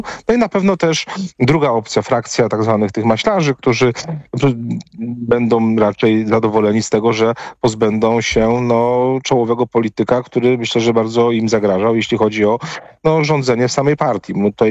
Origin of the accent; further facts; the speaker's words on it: Poznań, Greater Poland Voivodeship, Poland; nie wiem, jestem z Poznania